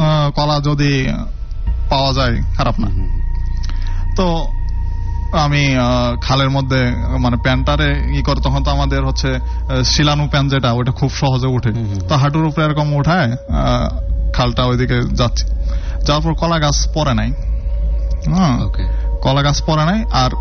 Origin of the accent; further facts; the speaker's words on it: Jamalpur District, Mymensingh Division, Bangladesh; জি, জামালপুর জেলায়, হাজরাবাড়ি পৌরসভায়।